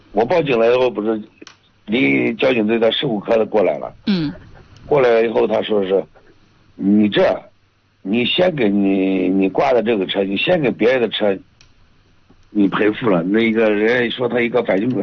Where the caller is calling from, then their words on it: Yongji, Shanxi, China; 我是永济的。